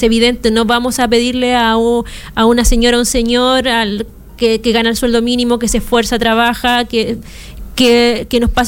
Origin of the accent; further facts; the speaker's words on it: Valparaíso, Chile; somos porteñas, nos duele mucho lo que pasó, porque somos locales en Valparaíso, en Rodelillo